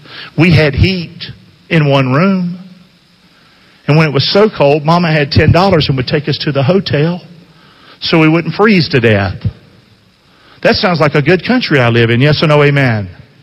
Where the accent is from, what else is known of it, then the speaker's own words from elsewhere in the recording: the Carolinas, United States; See, I'm from there. I'm from Carolina. He ain't.